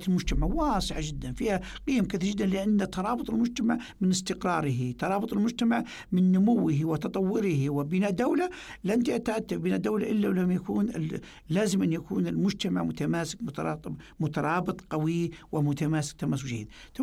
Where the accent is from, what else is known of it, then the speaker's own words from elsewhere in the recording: Libya; في حقوق نحن كليبيين كدولة ليبية، عندنا حقوق ما بين بيتي وبيت الجاري